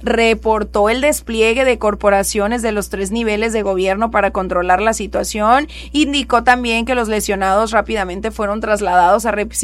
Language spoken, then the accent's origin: Spanish; Mexico; Ya, no he ido, ya sé, como buena mexicana, a ver si mañana sí voy.